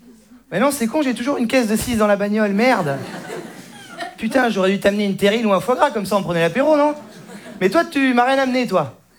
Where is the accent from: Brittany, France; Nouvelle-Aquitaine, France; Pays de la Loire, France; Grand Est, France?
Nouvelle-Aquitaine, France; Saint-Émilion; je viens de Saint-Émilion.